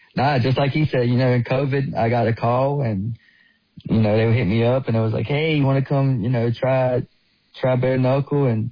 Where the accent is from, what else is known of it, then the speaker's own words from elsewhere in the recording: Pembroke, North Carolina, United States; Yeah, I grew up in Pembroke, North Carolina. It's pretty rough. It's still rough.